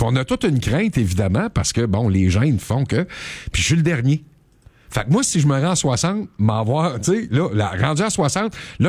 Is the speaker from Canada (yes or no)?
yes; Drummondville, Quebec, Canada; Moi, je suis de Drummondville.